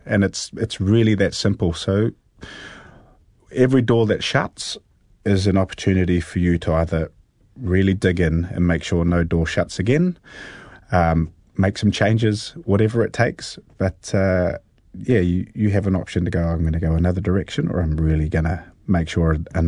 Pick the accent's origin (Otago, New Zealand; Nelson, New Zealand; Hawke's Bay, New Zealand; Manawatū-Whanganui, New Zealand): Hawke's Bay, New Zealand; Hastings; I grew up in Hastings.